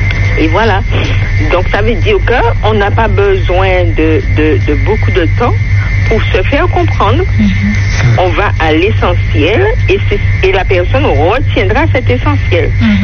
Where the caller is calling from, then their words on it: Fort-de-France, Martinique; De Fort-de-France.